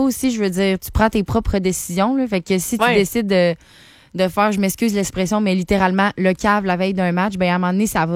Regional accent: Quebec City, Quebec, Canada; moved away as an adult; je viens vraiment de Québec, plus précisément de Beauport.

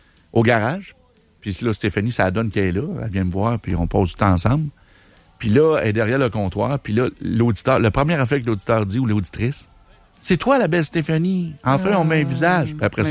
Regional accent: Quebec, Canada; Ben, c'est la même affaire, mais on le dit comme on est Québécois, là.

